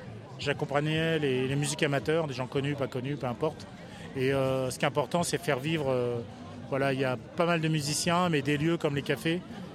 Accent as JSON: {"language": "French", "country": "Senegal", "tie": "born there", "said": "Donc moi, je suis né au Sénégal. J'y pars pour retrouver un peu les sources la semaine prochaine, le 11 juin, pour rencontrer des Sénégalais aussi, le quartier où je suis né."}